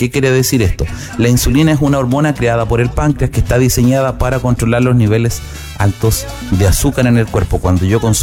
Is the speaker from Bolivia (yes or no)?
no; Chile